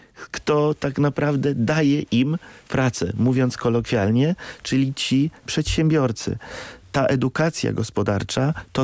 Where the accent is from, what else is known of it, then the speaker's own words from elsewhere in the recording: Lublin, Lublin Voivodeship, Poland; Jestem z Lublina